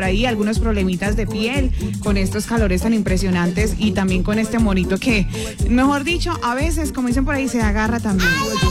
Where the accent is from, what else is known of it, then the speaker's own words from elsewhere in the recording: Restrepo, Colombia; desde mi municipio de Restrepo, mi tierra natal